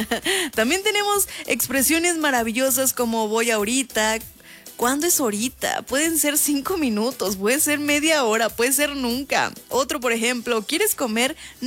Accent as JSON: {"language": "Spanish", "country": "Mexico", "said": "Somos mexicanos, mi gente."}